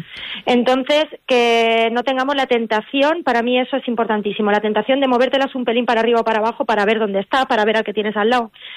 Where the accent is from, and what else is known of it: Elche de la Sierra, Castilla-La Mancha, Spain